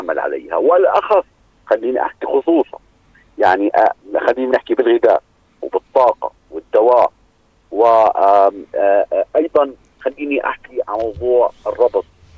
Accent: Jordan; نحن كأردنيين.

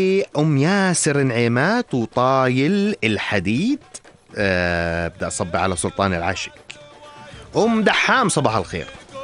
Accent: Jordan; أو نرفع له العقال بطريقتنا الأردنية

